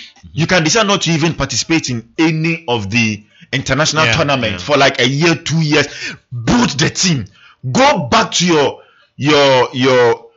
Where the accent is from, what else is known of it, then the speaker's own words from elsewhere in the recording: Ghana; I was just being a Ghanaian.